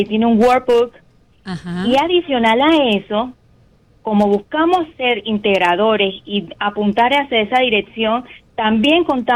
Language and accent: Spanish; Panama; Sí, yo soy de Panamá. Ese es mi país natal.